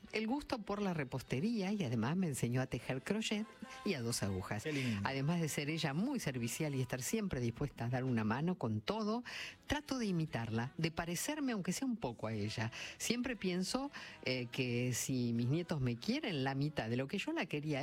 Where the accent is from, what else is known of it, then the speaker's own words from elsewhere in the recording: Berisso, Buenos Aires Province, Argentina; tuve la suerte de disfrutar de mis abuelos hasta los 25 años. Mi infancia y adolescencia transcurrió en Berisso, rodeado de inmigrantes.